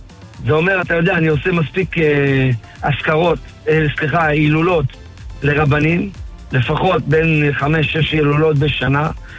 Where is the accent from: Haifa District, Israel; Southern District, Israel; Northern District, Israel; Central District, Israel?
Haifa District, Israel; אמנם אני באתי מהכרמל, באתי משפחה מאוד עשירה, אבל כסף לא סינבר אותי.